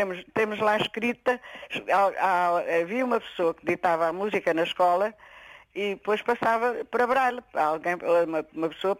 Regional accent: Reguengos de Monsaraz, Évora, Portugal; also born or lived in Portel; eu sou de Reguengos de Monsaraz, mas a minha mãe teve que mudar para Portel por circunstâncias da vida.

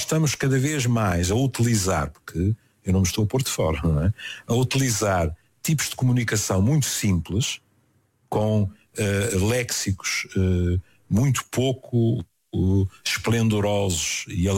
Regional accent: Porto, Portugal; Eu sou muito portuense nisso, porque tenho um ouvido granítico.

